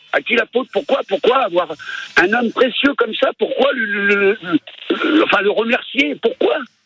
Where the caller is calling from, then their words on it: Sens, Bourgogne-Franche-Comté, France; j'habite à Sens.